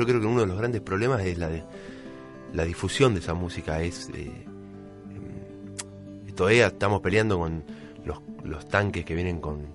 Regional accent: Berazategui, Buenos Aires Province, Argentina; also born or lived in Quilmes; Pero en realidad creo que el barrio estrictamente es Berazategui. Porque Berazategui es un barrio también, además de la localidad toda, es un barrio. Y ahí me crié, frente a dos canchas de fútbol, dos potreros.

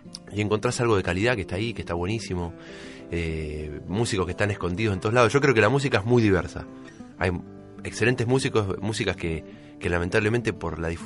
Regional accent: Berazategui, Buenos Aires Province, Argentina; also born or lived in Quilmes; Pero en realidad creo que el barrio estrictamente es Berazategui. Porque Berazategui es un barrio también, además de la localidad toda, es un barrio. Y ahí me crié, frente a dos canchas de fútbol, dos potreros.

